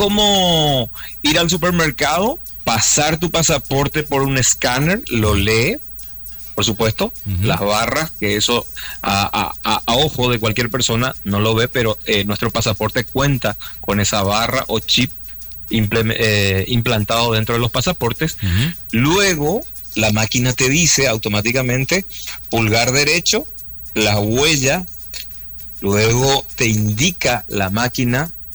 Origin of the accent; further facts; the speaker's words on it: Paraguay; now in Spain; como emigrante, como paraguayo, como latinos